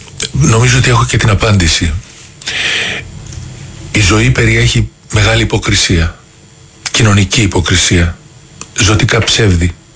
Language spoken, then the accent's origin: Greek; Athens, Attica, Greece; born there; also born or lived in Thessaloniki / Xanthi; μέχρι 8 χρονών. Ναι. Μετά ήρθαμε Αθήνα.